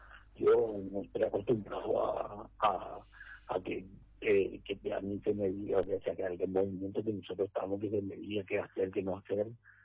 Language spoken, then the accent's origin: Spanish; Ciudad del Este, Alto Paraná, Paraguay; nosotros somos de Ciudad del Este